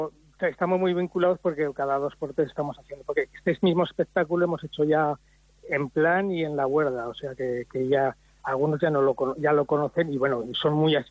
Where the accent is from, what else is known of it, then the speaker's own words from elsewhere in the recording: Zaragoza, Aragon, Spain; born there; moved away as an adult; now in Sobrarbe, Spain; yo nací en Zaragoza, pero llevo 22 años en Sobrarbe, o sea, soy un sobrarbense más.